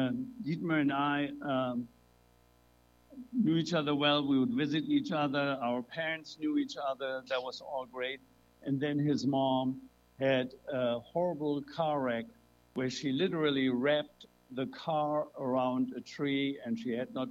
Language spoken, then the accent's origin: English; Germany; moved away; when I was growing up in Germany.